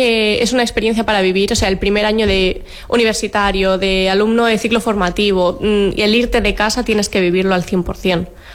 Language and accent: Spanish; Ibiza, Balearic Islands, Spain; moved away as an adult; now in Granada, Spain; ¿De dónde eres? Yo digo, yo de Ibiza.